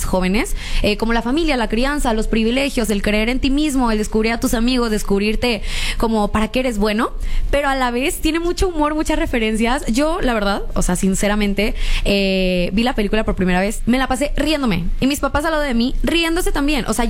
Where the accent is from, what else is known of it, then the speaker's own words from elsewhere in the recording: Mexico; Muchas veces como mexicanos decimos, bueno, el cine mexicano, bueno, la animación mexicana, como que ninguneamos, ¿no?